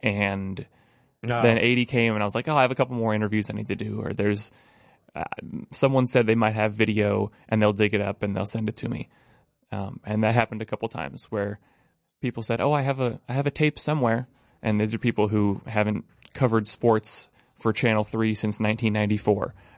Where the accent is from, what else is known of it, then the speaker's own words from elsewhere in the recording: Redding, California, United States; also born or lived in Arcata, California; I was raised in Reading, moved to Reading when I was four, but always came back every summer